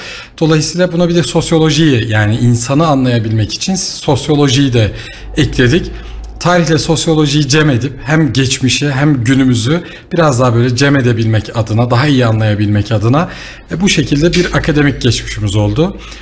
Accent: Erzurum, Turkey; Erzurumluyum. 1989 yılında Erzurum'da dünyaya geldik. Eğitim hayatımızı Erzurum'da tamamladık.

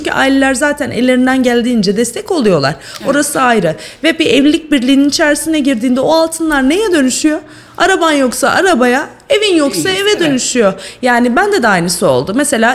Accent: Sivas, Turkey; Ya baktığında İç Anadolu, ben de Sivaslıyım, Kayserliydi.

